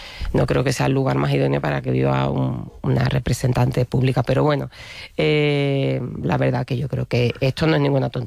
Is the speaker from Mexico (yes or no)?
no; Andalusia, Spain; yo que soy andaluza y no votaré en la Comunidad de Madrid